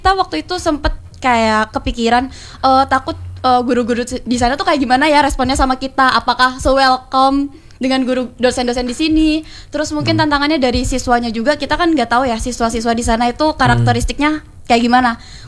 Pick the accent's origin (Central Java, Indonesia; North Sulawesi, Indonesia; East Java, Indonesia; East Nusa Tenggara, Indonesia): East Java, Indonesia; Jember; Oh, kebetulan saya asli Indonesia nih, Jember. Asli Jember banget.